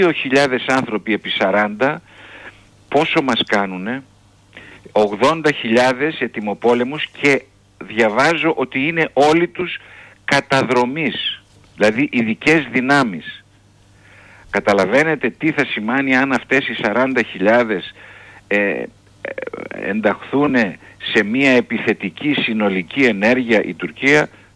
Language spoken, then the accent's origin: Greek; Greece; ως Έλληνας μοναδικός αλλά σε διεθνή οργανισμό